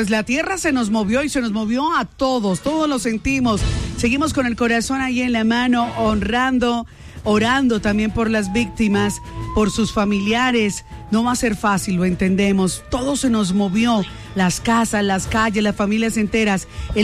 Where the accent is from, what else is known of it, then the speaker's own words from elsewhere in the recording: Colombia; así somos los colombianos.